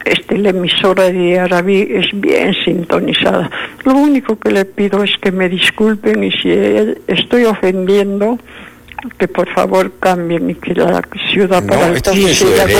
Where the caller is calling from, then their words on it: Arequipa, Peru; nosotros los arequipeños